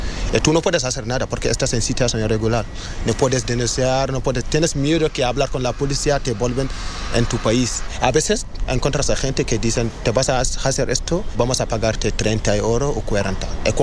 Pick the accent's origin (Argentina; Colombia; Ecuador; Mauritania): Mauritania; Spanish is a second language; moved away as an adult; also born or lived in Senegal; now in Spain; soy mauritano y senegalés. Tengo 24 años. Llegué a España el 2 de marzo 2025.